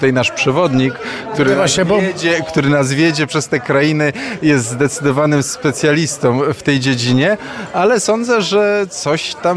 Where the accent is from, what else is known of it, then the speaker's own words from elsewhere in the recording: Silesian Voivodeship, Poland; I muszę powiedzieć, że jako Ślązak no, z trochę zazdrością spoglądam na to wszystko, co tutaj widzę, bo też by mi się marzyło, żebyśmy my jako Ślązacy o tą śląską gotkę też tak mogli dbać